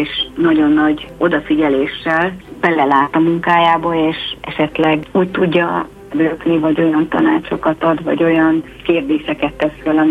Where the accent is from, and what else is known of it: Hungary; first language Hungarian